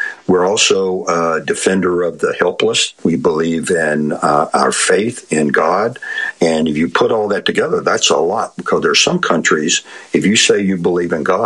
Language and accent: English; Deep South, United States; moved away; I grew up in the Deep South, and in the Deep South, there's a very strong military culture.